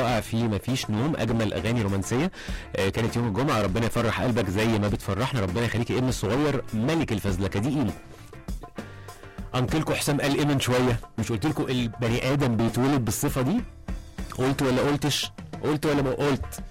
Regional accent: Egypt; احنا برضو عندنا مشكلة كمصريين

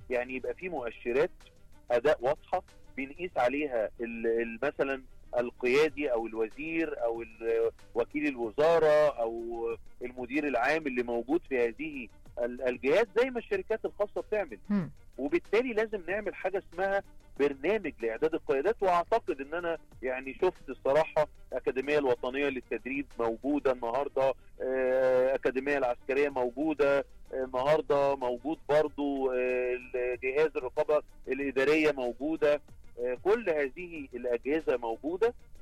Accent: Egypt

